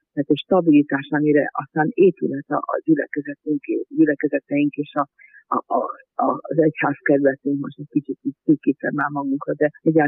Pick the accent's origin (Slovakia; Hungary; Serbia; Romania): Hungary; Tiszántúl; gyerekkoromban ugye Tiszán innen vagyok, és ott a parókián ott volt az édesapám szobájában az egyházláda.